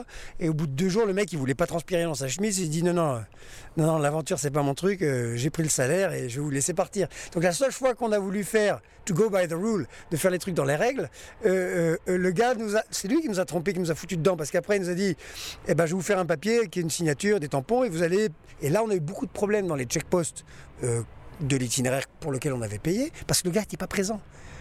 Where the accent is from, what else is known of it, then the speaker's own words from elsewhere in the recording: France; on est français